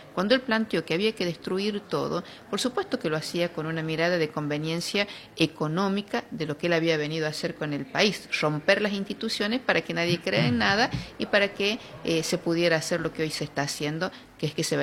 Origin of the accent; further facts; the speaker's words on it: Argentina; es volver a la esencia de lo que somos los argentinos.